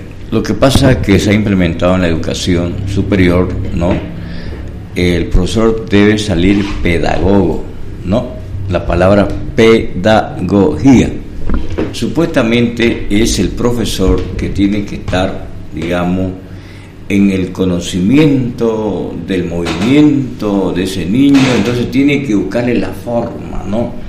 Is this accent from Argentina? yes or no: no; Bolivia; todos somos bolivianos